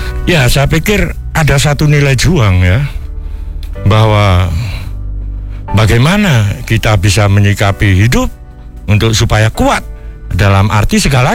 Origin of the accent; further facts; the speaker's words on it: Malang, East Java, Indonesia; Itulah saya dari Malang